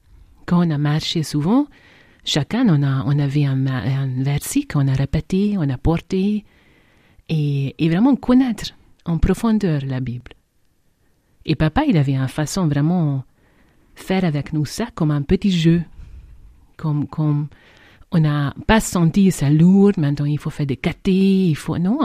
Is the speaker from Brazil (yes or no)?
no; Hungary; accent: very mixed; French is a second language; now in France; je suis la seule catholique dans ma famille. Et mes deux frères, ils sont tous les deux réformés. Et quand j'ai grandi plutôt en Hongrie, dans un régime communiste